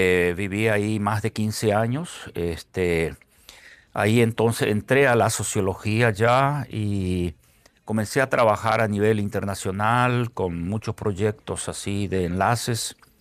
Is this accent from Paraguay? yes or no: yes; Paraguay; moved away as an adult; Yo salí a los 25 años del Paraguay, fuera del país. En ese tiempo no era posible estudiar sociología y era un tema delicado, inclusive la historia, filosofía. Yo salí del país para estudiar en Costa Rica.